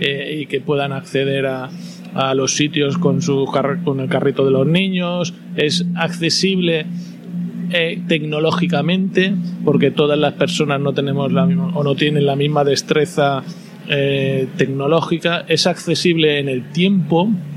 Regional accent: Valencia, Valencian Community, Spain; born there; encanta porque nací en ella y la amo con todas mis fuerzas, ¿no? Soy valenciano, valencianista, fallero, o sea, lo llevo todo en el pack.

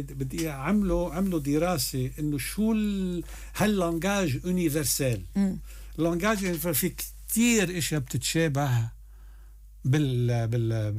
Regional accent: Lebanon; قلت لهم بس انا جاي من لبنان بدي اطرح عليكم سؤال واحد بس

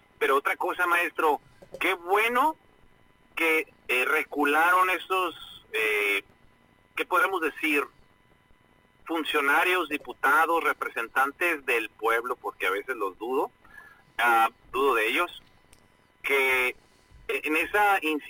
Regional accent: Mexico; Somos los mexicanos, maestro.

